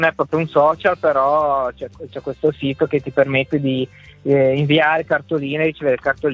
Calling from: Genoa, Liguria, Italy; sono di Genova, ora ne venivo giù dal Piemonte

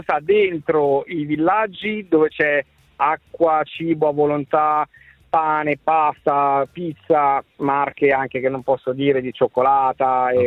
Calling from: Sesto San Giovanni, Lombardy, Italy; Sono vicino al centro commerciale Vulcano, a Sesto San Giovanni.

